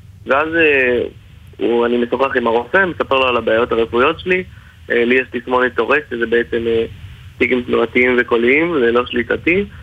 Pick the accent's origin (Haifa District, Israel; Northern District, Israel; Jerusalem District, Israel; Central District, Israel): Northern District, Israel; Acre; אני משרת בלשכת גיוס בחיפה, אני באמת מעכו